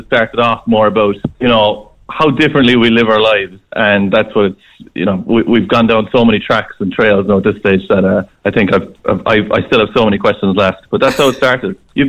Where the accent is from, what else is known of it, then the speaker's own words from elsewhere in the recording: Cork, Munster, Ireland; now in London, United Kingdom; But Mark is he's from Ennis and I'm from Cork.